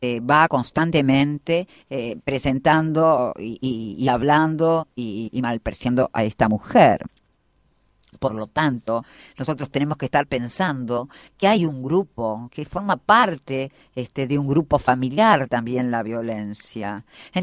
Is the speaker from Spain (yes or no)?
no; San Martín, Buenos Aires Province, Argentina; soy de San Martín, provincia de Buenos Aires